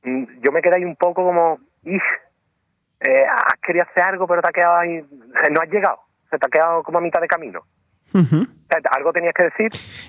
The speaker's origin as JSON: {"language": "Spanish", "town": "Seville", "region": "Andalusia", "country": "Spain", "said": "Somos sevillanos."}